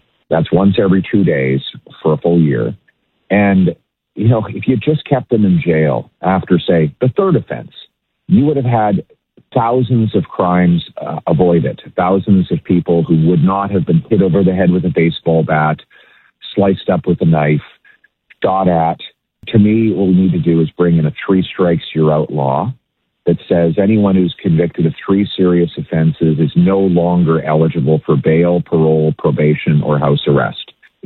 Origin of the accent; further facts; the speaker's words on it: Calgary, Alberta, Canada; Well, as a Westerner, I know it because I grew up in Calgary.